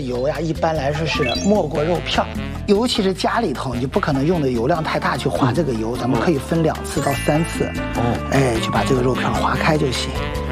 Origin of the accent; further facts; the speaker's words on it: Shanxi, China; 在我们山西人呀，考厨师必须学的就是这个过油肉